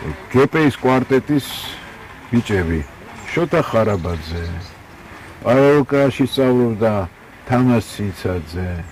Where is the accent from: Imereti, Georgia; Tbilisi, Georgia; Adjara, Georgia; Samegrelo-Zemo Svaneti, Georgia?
Tbilisi, Georgia; born or raised there